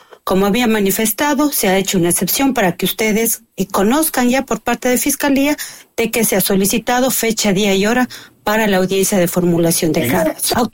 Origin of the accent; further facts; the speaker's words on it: Azogues, Cañar, Ecuador; Vengo de la provincia del Cañar, soy de la ciudad de Azogues y sobre todo soy una funcionaria de carrera de 19 años con experiencia.